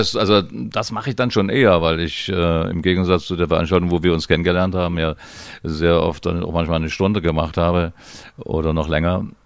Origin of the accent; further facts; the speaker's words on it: Radebeul, Saxony, Germany; ich bin ja in Radebeul groß geworden